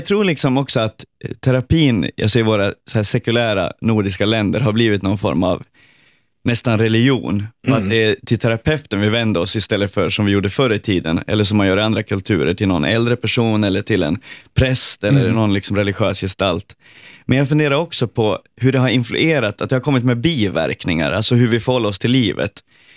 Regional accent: Sweden; precis som i mitt hemland Sverige, så finns det en förväntan på att man ska klara sig själv i stor utsträckning.

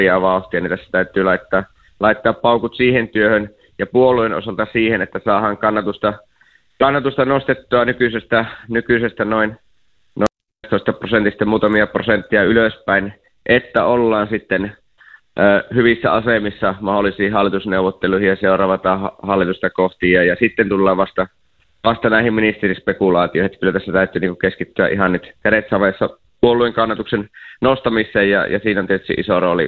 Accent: Eastern Finland, Finland; kun oma vaalipiiri on Savo-Karjala ja kuitenkin tulen Itäistä Suomesta

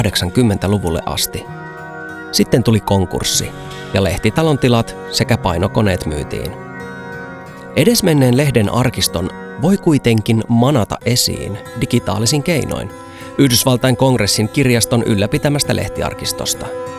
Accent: Kemi, Lapland, Finland; Siellä oli juttu kotikaupungistani Kemistä.

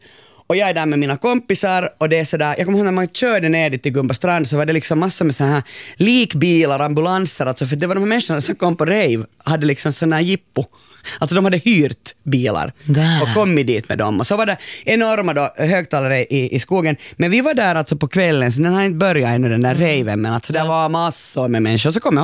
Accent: Uusimaa, Finland; accent: Nyland dialect; Ja, jag talar ju nyländska, men det gör vi ju alla.

